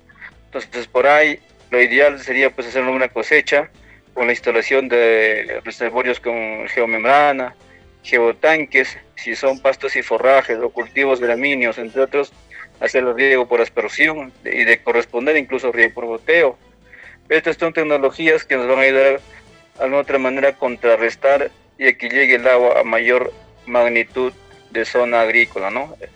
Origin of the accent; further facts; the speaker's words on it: Aija, Ancash, Peru; un viaje de Recuay a mi pueblo de Aija